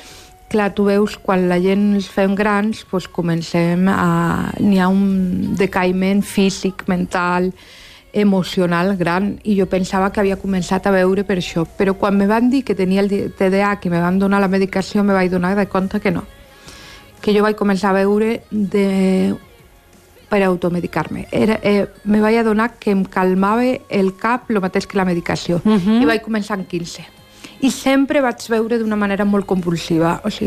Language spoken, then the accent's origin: Catalan; Barcelona, Catalonia, Spain; born there; first language Spanish; Catalan is a second language; primer que no parlava català, perquè sí que és veritat que vaig néixer a Barcelona i molts estius es vaig passar a Barcelona, però la meva llengua materna és el castellà